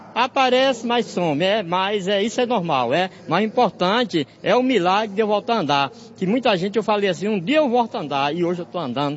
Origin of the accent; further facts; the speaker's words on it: Feira de Santana, Bahia, Brazil; Eu venho de Feira de Santana.